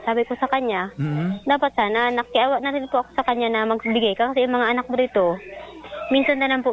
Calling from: Quezon, Calabarzon, Philippines; Dito po sa Malatgaw, sir.

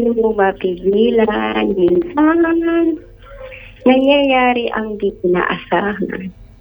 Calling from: Biñan, Calabarzon, Philippines; Dito sa Binyan, Laguna po.

